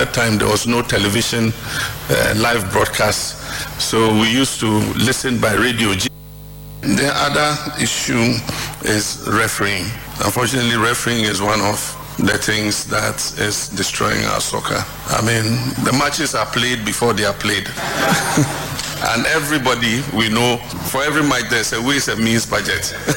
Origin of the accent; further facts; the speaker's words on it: Ghana; there are many times that I have traveled to different countries, and once you are identified as a Ghanaian, somebody would shout, oh, Asante Kotoko